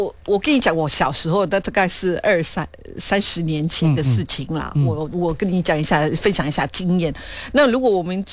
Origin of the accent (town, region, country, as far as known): Malaysia